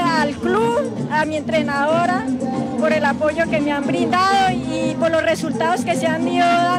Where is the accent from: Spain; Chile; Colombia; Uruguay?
Colombia; Sevilla, Valle del Cauca; Sí, vengo de Sevilla Valle.